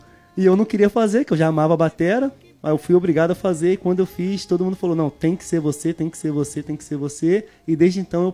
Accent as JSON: {"language": "Portuguese", "town": "Cabo Frio", "region": "Rio de Janeiro", "country": "Brazil", "tie": "born or raised there", "said": "Nascido e criado aqui em Cabo Frio."}